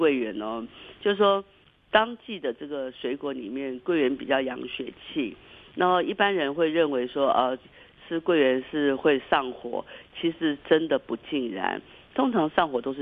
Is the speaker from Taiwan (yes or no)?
yes; southern Taiwan, Taiwan; 我在眷村长大